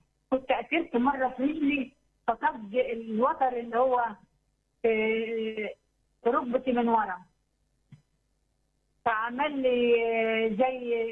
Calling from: Minya Governorate, Egypt; من المنيا دي.

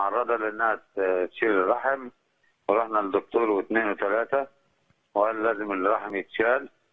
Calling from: Cairo, Cairo Governorate, Egypt; بتكلم من القاهرة.

